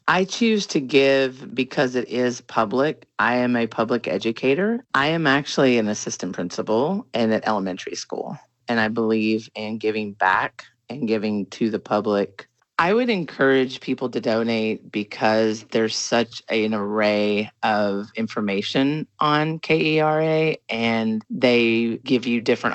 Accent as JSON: {"language": "English", "town": "Dallas", "region": "Texas", "country": "United States", "said": "I am from Dallas, Texas."}